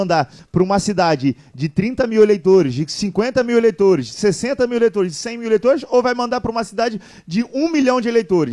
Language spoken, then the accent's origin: Portuguese; Cabo Frio, Rio de Janeiro, Brazil; Eles sabem que eu sou daqui, sabem que eu sou de Cabo Frio, sabem que aqui é a minha prioridade.